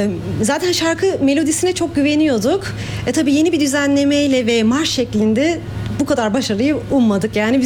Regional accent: France; moved away as an adult; also born or lived in Turkey; now in Heidelberg, Germany; Türkiye'de doğdum, Fransa'da büyüdüm ve 2007'de araştırmalarda deneyim için yurt dışına geldim. O da Almanya'ydı.

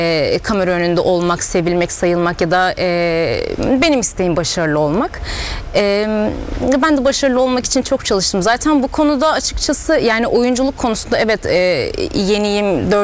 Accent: Çan, Çanakkale, Turkey; moved away as an adult; now in Istanbul, Turkey; Çan ilçesinde büyüdüm.

